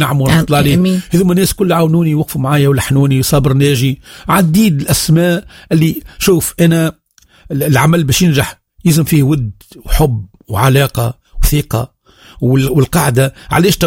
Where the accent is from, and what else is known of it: Tunisia